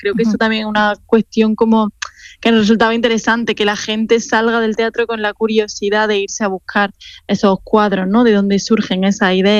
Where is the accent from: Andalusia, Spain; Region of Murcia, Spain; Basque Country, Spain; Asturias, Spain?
Andalusia, Spain; Granada; Flavio y yo somos de Granada y Manuel sí que es de aquí de Sevilla, Elena de Córdoba